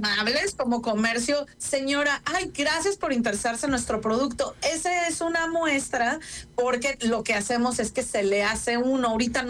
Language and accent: Spanish; Mexico; me justifico por ser mexicana